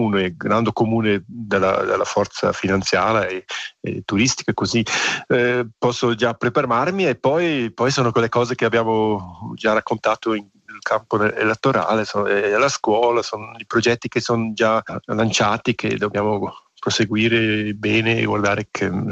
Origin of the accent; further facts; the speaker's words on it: Savognin, Graubünden, Switzerland; moved away as an adult; now in St. Moritz, Switzerland; vengo da un'altra parte, sono cresciuto a Savognina, oltre a montagna, anche questo magari un po' qualcosa interessante, che non sono proprio dalla valle oriundamente, ma sono adesso qui a quasi 20 anni che posso vivere qui e parlo la lingua